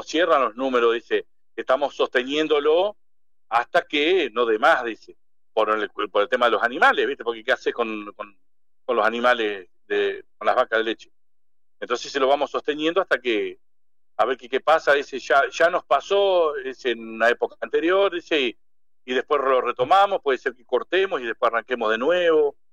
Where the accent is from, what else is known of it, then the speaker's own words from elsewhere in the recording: Argentina; somos más argentinos o ciudadanos argentinos